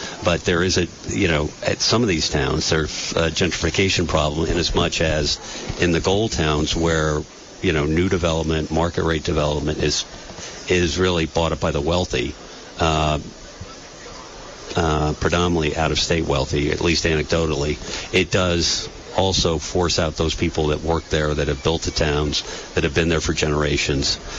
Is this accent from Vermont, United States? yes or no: yes; Putney, Vermont, United States; So I grew up in Putney. I went to Brattleboro High School.